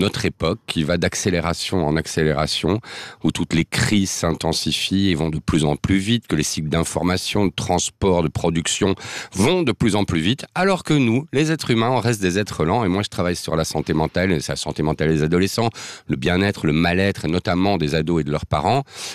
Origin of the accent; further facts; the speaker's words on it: Belgium; comme on dit chez nous en Belgique